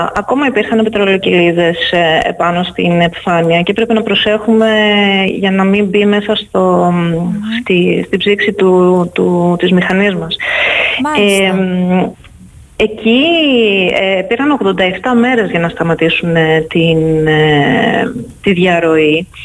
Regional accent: Netherlands; Είμαι από την Ολλανδία.

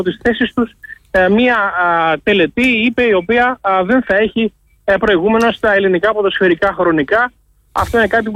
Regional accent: Greece; Εύχομαι ως Έλληνας βεβαίως να πανηγυρίσουμε μία νίκη

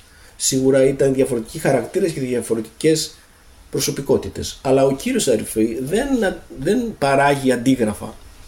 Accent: Greece; Σαν Έλληνες έχουμε κάποια κοινά μεταξύ μας.

